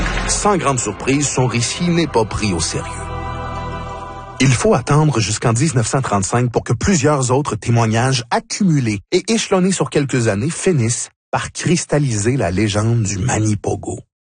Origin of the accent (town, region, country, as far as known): Terrebonne, Quebec, Canada